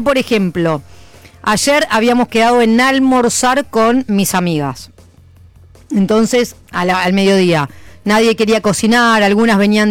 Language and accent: Spanish; La Plata, Buenos Aires Province, Argentina; Pensá que en La Plata le decimos pollajería.